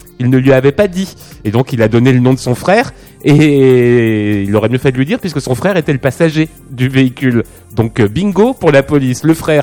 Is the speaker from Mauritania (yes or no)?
no; Rive-de-Gier, Auvergne-Rhône-Alpes, France; Rive-de-Gier, c'est dans la Loire, c'est là où j'ai grandi.